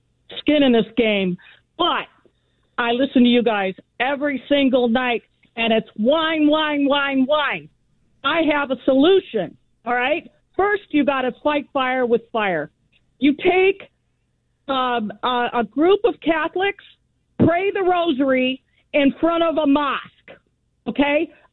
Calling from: Ohio, United States; Now, I know I'm calling from Ohio.

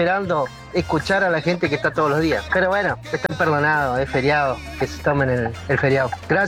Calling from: Crespo, Entre Ríos, Argentina; Yo soy camionero de Crespo Entre Ríos. Estoy viniendo para Buenos Aires.

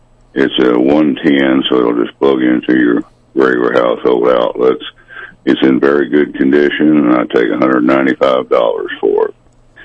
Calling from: Marshall, Missouri, United States; I'm calling from Marshall.

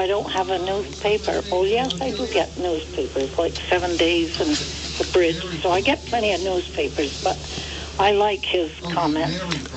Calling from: Vermont, United States; as a Vermonter, we are very opinionated

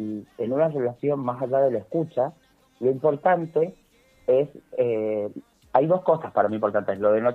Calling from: Las Heras, Argentina; Las Heras, les hablo.

